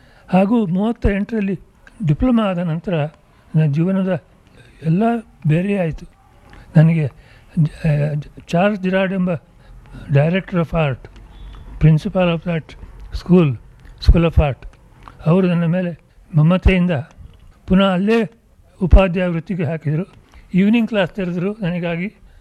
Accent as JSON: {"language": "Kannada", "town": "Udupi", "region": "Karnataka", "country": "India", "tie": "born or raised there", "also_born_or_lived": "Kattingeri, Udupi district / Mysore / Mumbai", "moved": "as an adult", "said": "ನಾನು ಹುಟ್ಟಿದ ಗುಡಿಸಲಿಗೆ ಮಾತ್ರ ಹೋಗಿ ಬಂದಿದ್ದೆ. ಅಲ್ಲಿ ಅದನ್ನೆಲ್ಲ ಬಿಟ್ಟು ಉಡುಪಿಗೆ ಬಂದೆವು. ಹೈಸ್ಕೂಲ್ ಶಿಕ್ಷಣ ಮುಗಿದ ನಂತರ ಮೈಸೂರಿಗೆ ಬಂದೆ."}